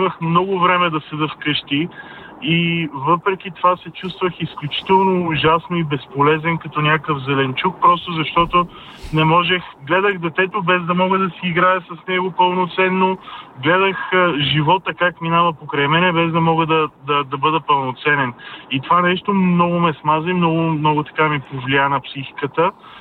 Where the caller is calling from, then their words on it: Sofia, Sofia City, Bulgaria; Добро утро … от София, драго ми.